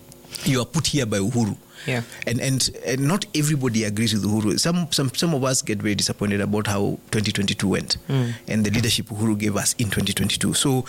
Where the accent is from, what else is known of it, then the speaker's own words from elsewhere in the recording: Mount Kenya region, Kenya; I come from Mount Kenya